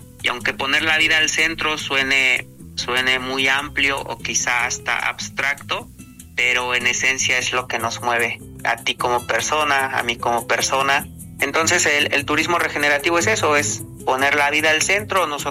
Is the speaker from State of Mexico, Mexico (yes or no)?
yes; Amanalco, State of Mexico, Mexico; Sí, yo soy de Amanalco, tengo 33 años. Soy de la comunidad de San Bartolo, del pueblo otomí. Bueno, en general, Amanalco es pueblo otomí.